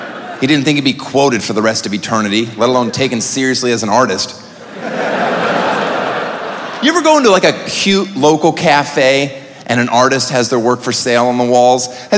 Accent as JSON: {"language": "English", "country": "United States", "said": "Neither do I, because I'm American."}